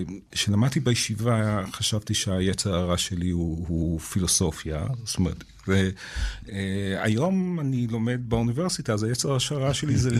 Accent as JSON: {"language": "Hebrew", "town": "Bnei Brak", "region": "Tel Aviv District", "country": "Israel", "tie": "born or raised there", "moved": "as an adult", "lives_now": "United States", "said": "אני גדלתי בבני ברק על הגבול שבין העולם של הכיפות הסוגות לעולם החרדי. תקופה מסוימת עזבתי את העולם הדתי, חזרתי אליו."}